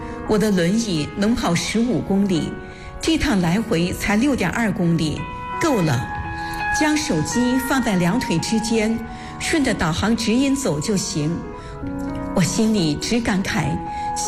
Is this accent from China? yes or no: yes; Tongcheng, Anhui, China; 我老家在桐城，早年迁出过，后来人回来了，户籍却还在外地，没迁回来。